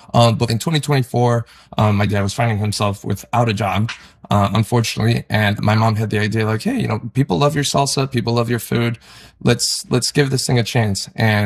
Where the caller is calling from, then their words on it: Chicago, Illinois, United States; and I'm calling from Chicago, Illinois.